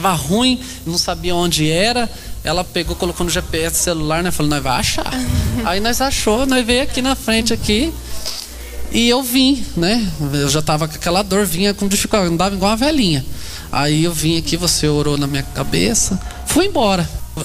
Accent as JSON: {"language": "Portuguese", "town": "Apucarana", "region": "Paraná", "country": "Brazil"}